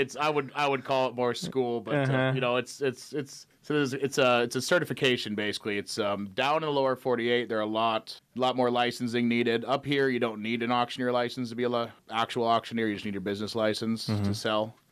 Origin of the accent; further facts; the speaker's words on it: Larimore, North Dakota, United States; moved away as an adult; now in Alaska, United States; I'm originally from Larimore, North Dakota, a little small town on the east side of the state. Born and raised there, farming, grew up in agriculture all my life